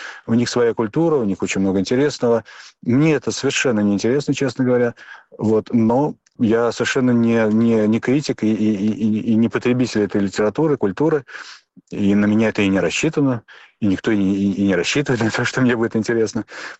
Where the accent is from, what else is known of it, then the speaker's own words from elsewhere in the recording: Russia; moved away; Я сделал акцент на том, что я уехал из России 30 лет назад.